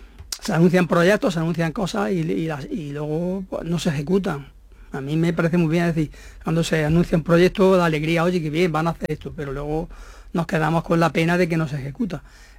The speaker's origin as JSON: {"language": "Spanish", "town": "Jaén", "region": "Andalusia", "country": "Spain", "said": "la identidad que tenemos, la gente de Jaén, pues es nuestro paisaje, nuestra montaña, nuestra catedral, nuestra ciudad."}